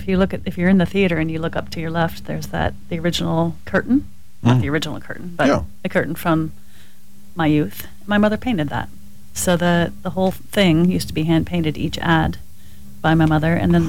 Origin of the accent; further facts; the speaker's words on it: Lytton Springs, Texas, United States; also born or lived in Germany / San Antonio, Texas / London, United Kingdom; And then we moved here when I was about 7 or 8. Started building our house out here.